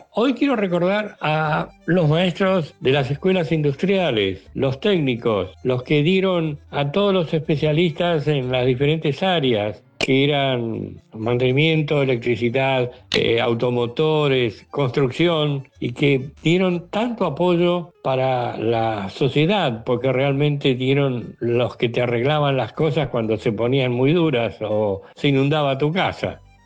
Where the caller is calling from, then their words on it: Bahía Blanca, Buenos Aires Province, Argentina; Un gran saludo … de Bahía Blanca.